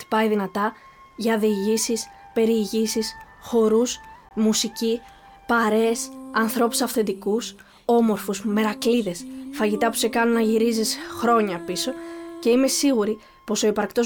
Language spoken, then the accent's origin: Greek; Crete, Greece; Εδώ δίπλα στο χωριό μου, στο Μουκτάρο μου.